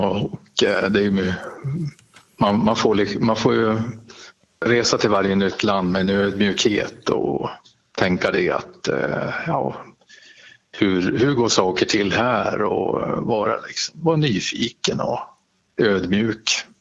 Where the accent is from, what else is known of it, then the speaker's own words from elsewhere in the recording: Sweden; Och det var ju en kul grej, för att jag var ju alltså svensk då i Thailand, och i den byggnaden där var det ju bönutrop då som började klockan 5:30 på morgonen.